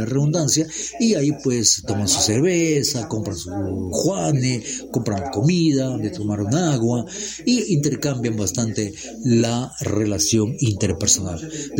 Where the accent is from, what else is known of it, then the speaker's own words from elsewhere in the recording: Lamas, San Martín, Peru; yo soy de Lamas